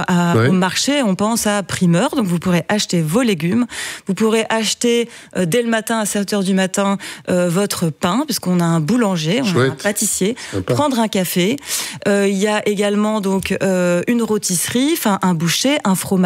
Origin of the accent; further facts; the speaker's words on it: France; accent: French; moved away as an adult; now in Brussels, Belgium; mon accent français.